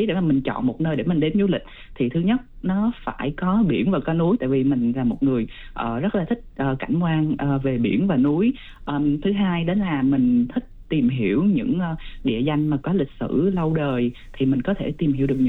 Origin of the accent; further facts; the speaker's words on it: Dak Lak, Vietnam; quê hương của mình, đó là Phú Yên cũ, thì hiện nay đó là tỉnh Đắk Lắk.